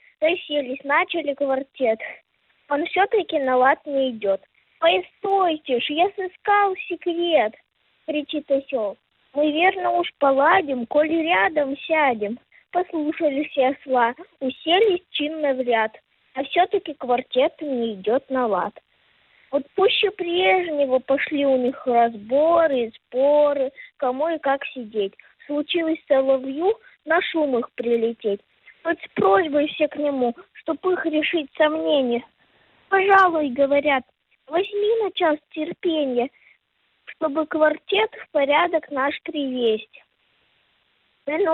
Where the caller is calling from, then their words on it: Yekaterinburg, Sverdlovsk Oblast, Russia; Из Екатеринбурга